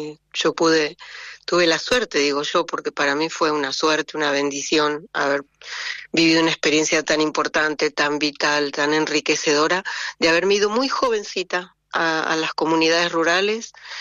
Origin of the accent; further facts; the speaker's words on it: Bariloche, Río Negro, Argentina; born there; Sí, he tenido abuelos en Viedma, pero mi nací en Bariloche y me desarrollé como docente en lo que le llamamos la línea sur rionegrina